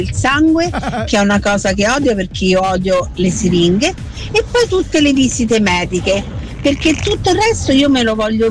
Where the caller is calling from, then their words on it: Rome, Lazio, Italy; Buongiorno Stefi da Roma.